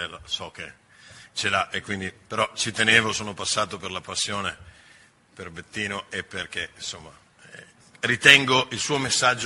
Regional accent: Calalzo di Cadore, Veneto, Italy; cioè a 10 chilometri da casa mia, io sono di Calalzio di Cadore, quindi sono particolarmente legato a Wojtyła.

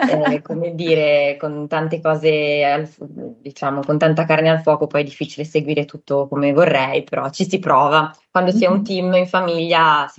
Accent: Genoa, Liguria, Italy; Allora, io sono nata e cresciuta a Genova da una famiglia in realtà di origine molto mista

